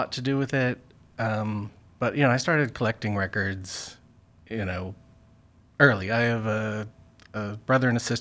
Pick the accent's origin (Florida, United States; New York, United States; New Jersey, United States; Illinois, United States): New York, United States; No, I grew up on Long Island.